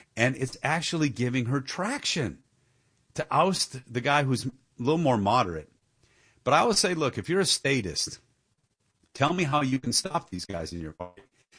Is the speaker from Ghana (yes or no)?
no; Dearborn, Michigan, United States; It's happening in Dearborn, my hometown.